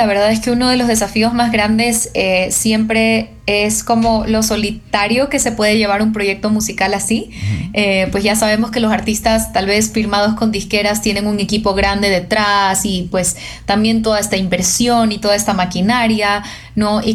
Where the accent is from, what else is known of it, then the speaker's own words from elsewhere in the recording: Guayaquil, Guayas, Ecuador; soy ecuatoriana y que soy de Guayaquil